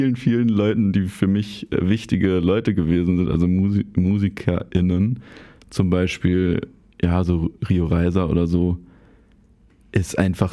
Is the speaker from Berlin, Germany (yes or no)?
yes; Berlin, Germany; ich bin ja da so im Tiergarten aufgewachsen